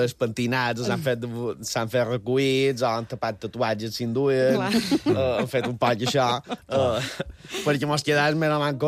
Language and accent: Catalan; Felanitx, Balearic Islands, Spain; perquè era Felanitx i jo, pues, m'agrada col·laborar en coses del meu poble.